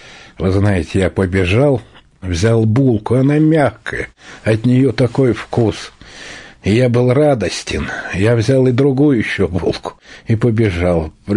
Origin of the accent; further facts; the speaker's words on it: Moscow, Russia; Родился в Москве на Девятинском переулке, это где американское посольство, если кто знает этот город наш, Москву. Вот, там мы жили. Жили, конечно, в очень серьезных условиях, жили в подвале, 11 метров комната.